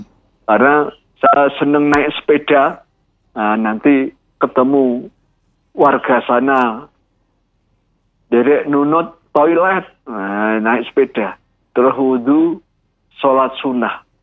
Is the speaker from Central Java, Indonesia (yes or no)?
yes; Demak, Central Java, Indonesia; Kalau saya kan orang Demak ya. Orang Demak kan kulturnya ya sejak kecil dulu ya gayanya orang NU. Nah, bahkan jadi pengurus NU.